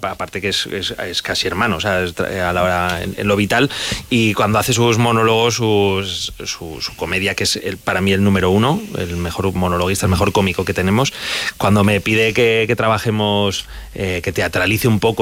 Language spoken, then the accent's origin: Spanish; Jaén, Andalusia, Spain; No, somos de Jaén.